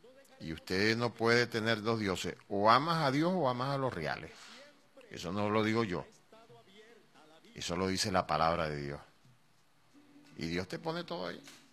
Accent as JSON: {"language": "Spanish", "country": "Venezuela", "said": "todos somos venezolanos."}